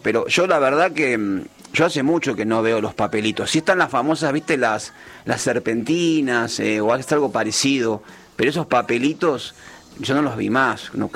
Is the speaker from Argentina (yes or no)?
yes; Argentina; al margen de que somos argentinos y nos puede caer antipático